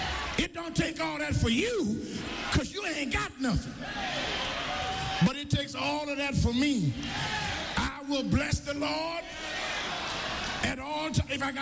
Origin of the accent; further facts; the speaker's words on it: Eunice, Louisiana, United States; a young man who is a member of this church now from my hometown in Eunice, where I'm from, he's a member here